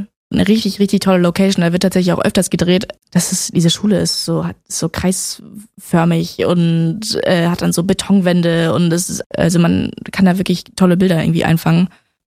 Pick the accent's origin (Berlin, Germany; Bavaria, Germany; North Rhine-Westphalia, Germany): Berlin, Germany; also born or lived in Männedorf, Switzerland; ich komme aus Berlin